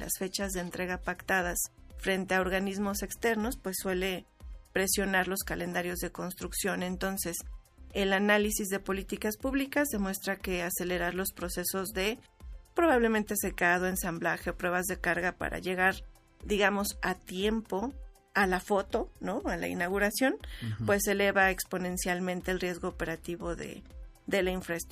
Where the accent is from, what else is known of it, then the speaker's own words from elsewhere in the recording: Mexico; como mexicanos y mexicanas